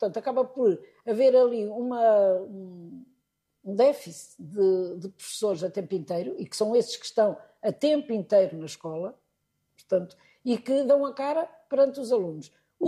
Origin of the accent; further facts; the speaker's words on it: Coimbra, Centro, Portugal; continuo a ir a Coimbra muitas vezes, portanto, sou de Coimbra, também é natural